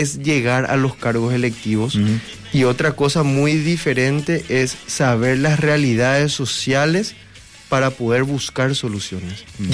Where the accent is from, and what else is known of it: Encarnación, Itapúa, Paraguay